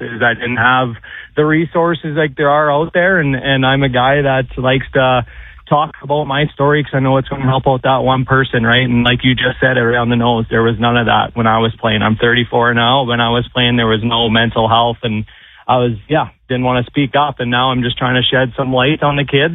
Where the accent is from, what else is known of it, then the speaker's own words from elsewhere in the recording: Kindersley, Saskatchewan, Canada; that happened 3 years ago in my hometown at Kindersley, Saskatchewan, where I wanted to give back in the community